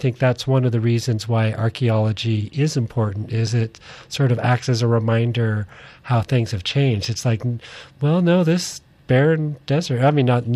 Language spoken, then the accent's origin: English; East Bay, California, United States; I grew up in the East Bay and there's shell mounds.